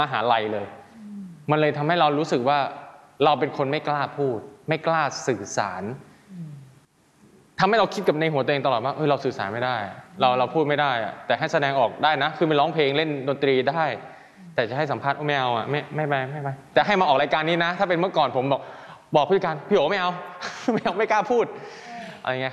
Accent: Isan, Thailand; เราเป็นคนอีสานเราก็พูดอีสานไปเลย

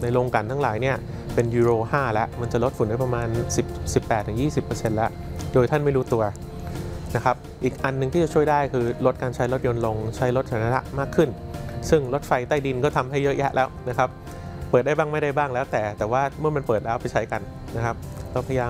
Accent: Bangkok, Thailand

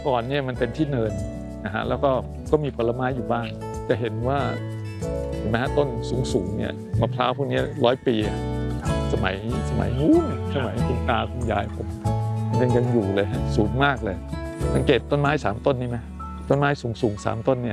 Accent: Lang Suan, Chumphon, Thailand; born there; ผมเกิดที่อำเภอหลังสวนจังหวัดชุมพรนี่แหละครับก็คือชาวสวน

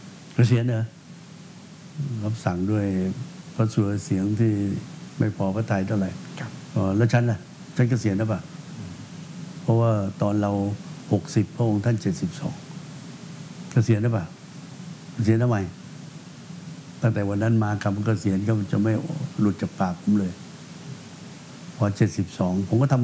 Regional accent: Phetchaburi, Thailand; ผมเป็นคนเพชรบุรี

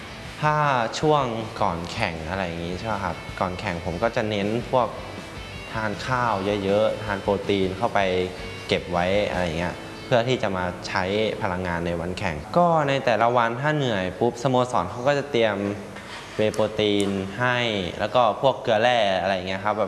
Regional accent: Lamphun, Thailand; now in Suphan Buri, Thailand; ผมเป็นคนต่างจังหวัดอยู่จังหวัดลำพูนนะครับ

